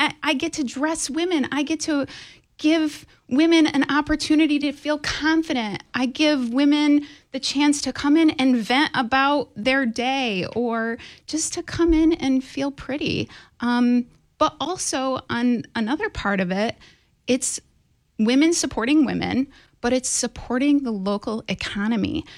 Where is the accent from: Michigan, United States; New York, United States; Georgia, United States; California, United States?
New York, United States; Sidney; moved away as an adult; now in Oneida, United States; I grew up in Sydney. My family is from the area. My mom being from Sydney, my dad from Bainbridge. My whole family's still there.